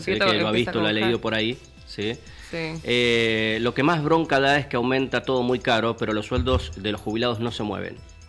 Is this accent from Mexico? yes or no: no; Argentina